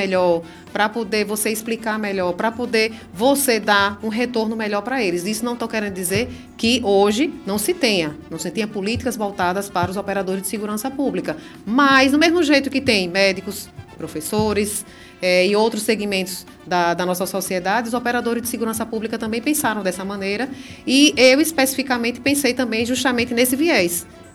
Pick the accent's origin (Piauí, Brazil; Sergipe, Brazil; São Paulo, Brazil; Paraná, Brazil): Sergipe, Brazil; Itabaiana; also born or lived in Aracaju; Sou de Aracaju, mas fui criada lá em Itabaiana, aqui pertinho.